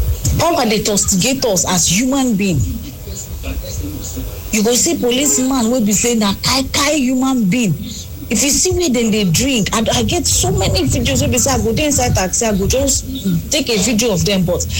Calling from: Port Harcourt, Rivers, Nigeria; I come from Port Harcourt.

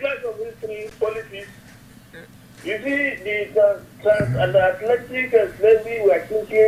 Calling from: Zaria, Kaduna State, Nigeria; From Zaria.

